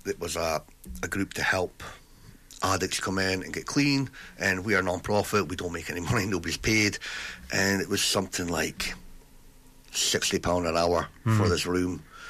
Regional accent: Aberdeen, Scotland, United Kingdom; I grew up in Garty

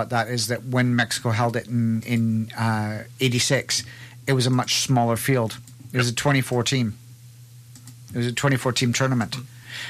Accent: Canada; I'm a Canadian. I'm a Scot.

